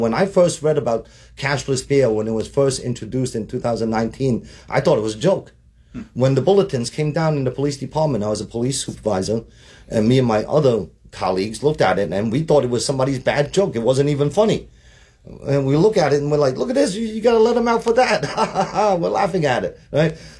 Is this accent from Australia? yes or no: no; Hong Kong; English is a second language; now in United States; I came from Hong Kong. I was born in Hong Kong under British government. And I came here in 1977. You know, we were just your ordinary poor immigrants.